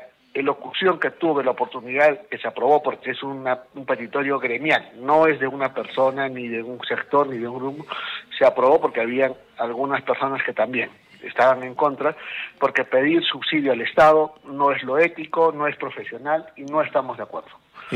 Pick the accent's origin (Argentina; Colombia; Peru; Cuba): Peru; Arequipa; Yo soy acá de Arequipa, vivo acá, trabajo acá.